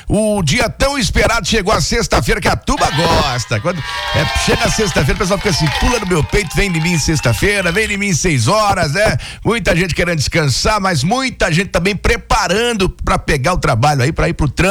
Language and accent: Portuguese; Brazil; nós somos brasileiros, afinal de contas, né?